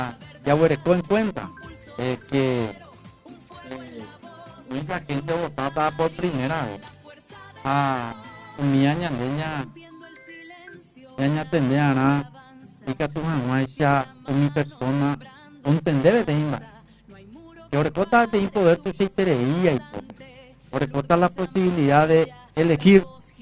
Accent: Paraguay; nosotros como ciudadanos paraguayos

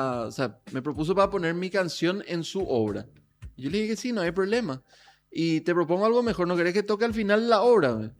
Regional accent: San Vicente, Asunción, Paraguay; yo soy de San Vicente, por cierto. Hay límite con Lambaré.

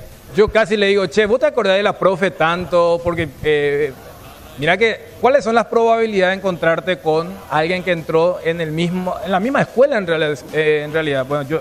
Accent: Asunción, Paraguay; born there

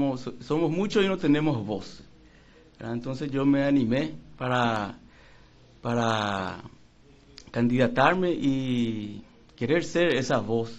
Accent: Brazil; De mi familia, entre toda mi familia, yo fui el que nací en el Brasil, por ende soy brasilero, estudié en el Brasil, pero me considero más un brasiguayo, ¿verdad? Uh-huh. Soy hijo de paraguayo, mi mujer es paraguaya, mis tres hijos son paraguayos y yo trabajo en el Paraguay, solo vivo en el Brasil prácticamente

